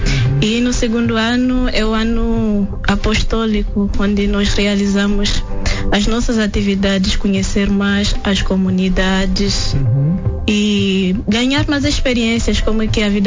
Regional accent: Angola; moved away as an adult; now in Brazil; Pelo eu sotaque, sou, de sou angolana.

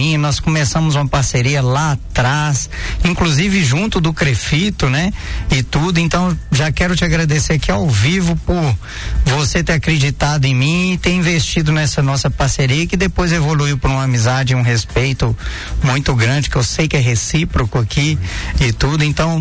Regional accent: Timóteo, Minas Gerais, Brazil; eu gosto demais de morar aqui nesse Vale do Aço. Eu sou nascido e criado em Timóteo, moro em Timóteo até hoje.

